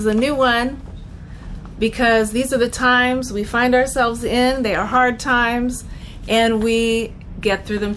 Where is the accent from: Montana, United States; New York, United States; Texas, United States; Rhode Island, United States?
Montana, United States; We are. We're from Montana.